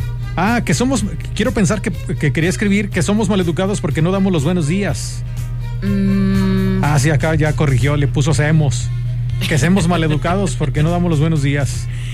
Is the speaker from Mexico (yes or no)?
yes; San Luis Potosí, Mexico; ¿será cierto eso de que los potosinos somos muy mal encarados?